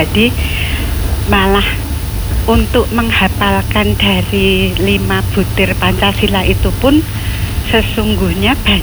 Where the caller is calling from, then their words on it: Cangkringan, Special Region of Yogyakarta, Indonesia; Cangkringan.